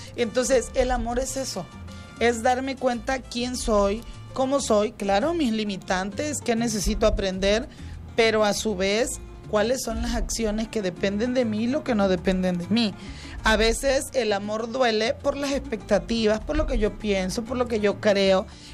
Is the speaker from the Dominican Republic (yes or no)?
no; Tabasco, Mexico; Yo soy de aquí de Tabasco y me gusta remar.